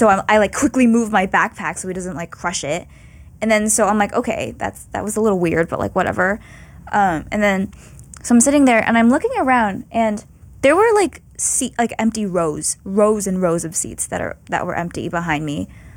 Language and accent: English; Malaysia; I'm Malaysian.